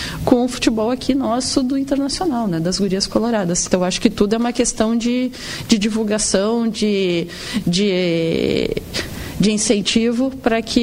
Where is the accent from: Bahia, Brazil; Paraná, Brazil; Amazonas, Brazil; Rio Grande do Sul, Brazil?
Rio Grande do Sul, Brazil; Caxias do Sul; eu sou de Caxias